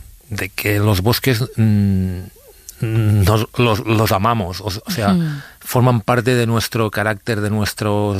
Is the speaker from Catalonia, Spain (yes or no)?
yes; Sant Sadurní d'Anoia, Catalonia, Spain; born or raised there